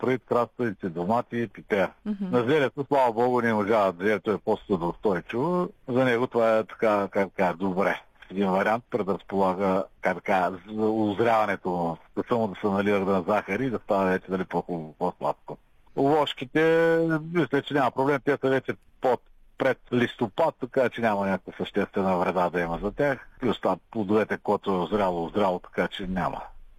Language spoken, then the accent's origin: Bulgarian; Northeast Bulgaria, Bulgaria; аз поне съм от Северо-Источна България и там имам си хора